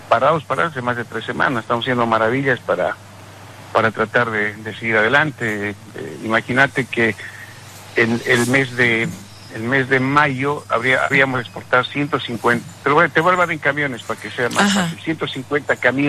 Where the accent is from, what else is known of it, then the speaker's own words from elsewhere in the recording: Villazón, Potosí, Bolivia; born there; also born or lived in Argentina; now in Chapare, Bolivia; yo nací en Villazón. Después de haber estudiado en la Argentina, me vine acá y bueno, desde hace 36 años estoy